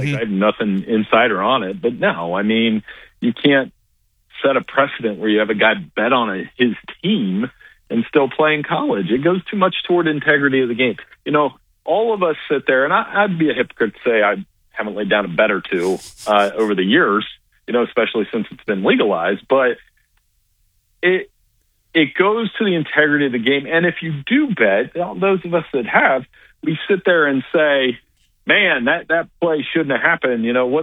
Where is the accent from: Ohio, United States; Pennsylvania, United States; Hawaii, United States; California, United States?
Ohio, United States; I grew up in Ohio